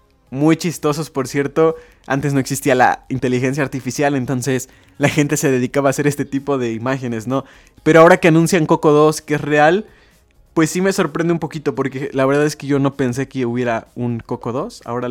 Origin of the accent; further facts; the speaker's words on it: Mexico; Nosotros como mexicanos y como nuestra cultura